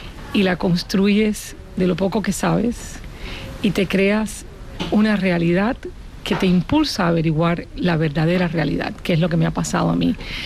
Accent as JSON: {"language": "Spanish", "country": "Cuba", "moved": "yes", "said": "porque yo soy emigrante. Yo salí de Cuba en el año 80 en un barco, como mi personaje."}